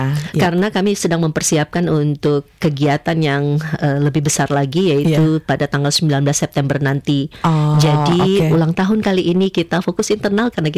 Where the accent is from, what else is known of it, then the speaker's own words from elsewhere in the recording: Minahasa, North Sulawesi, Indonesia; dari bahasa okay, di daerah saya ya.